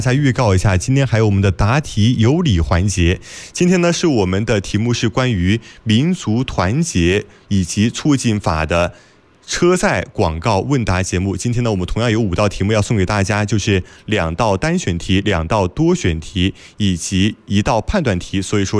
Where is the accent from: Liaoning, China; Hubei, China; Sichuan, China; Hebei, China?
Hubei, China; Yichang; 我们宜昌人